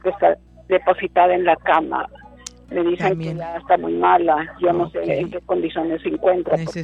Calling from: Eagle Pass, Texas, United States; De acá, de Igle Paz.

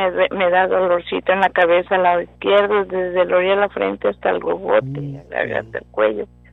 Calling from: Brownsville, Texas, United States; Yo soy de Brownsville.

